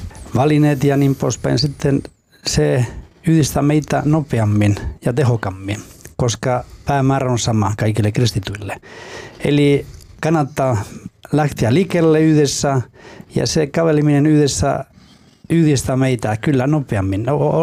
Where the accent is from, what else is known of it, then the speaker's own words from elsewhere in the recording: Basque Country, Spain; Finnish is a second language; moved away as an adult; now in Finland; olen kotoisin Baskimaasta